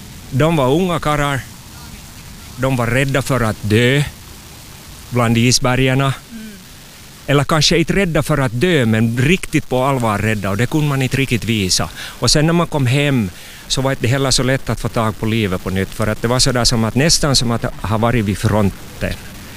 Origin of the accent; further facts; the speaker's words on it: Hanko, Uusimaa, Finland; moved away as an adult; also born or lived in Canada; Jag är hangöbo, jag är flera egentligen. Jag är finlandssvensk, hangöbo kanske framför allt. Och så är jag också kanadensare.